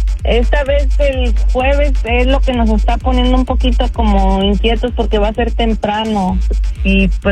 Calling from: Querétaro, Mexico; Soy de Querétaro.

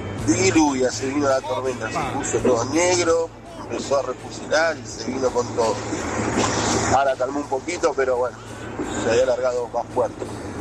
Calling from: Villa Celina, Buenos Aires Province, Argentina; soy de Villa Celina. Entrando acá por los pagos de Moreno.

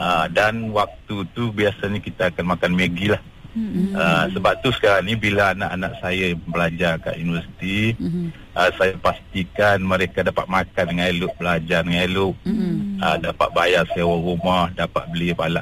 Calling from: Kota Bharu, Kelantan, Malaysia; saya daripada Kota Baru ni. Dulu saya belajar di negeri lain lah, jauh.

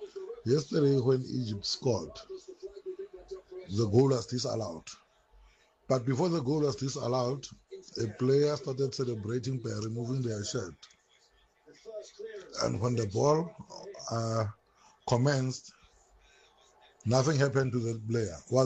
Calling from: Soshanguve, Gauteng, South Africa

